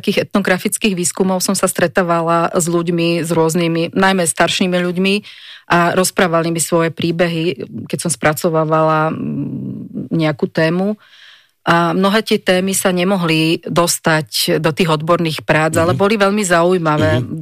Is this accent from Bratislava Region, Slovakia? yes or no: yes; Modra, Bratislava Region, Slovakia; Tak ja som taký lokál patriot a možno aj tým, že teda pracujem, jednak som z Modrí a pracujem v tom múzeu